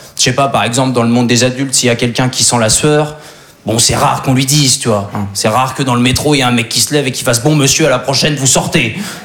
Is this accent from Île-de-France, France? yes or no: no; Normandy, France; Alors moi je suis originaire de Basse-Normandie. Il y en a qui voient un petit peu où c'est la Basse-Normandie?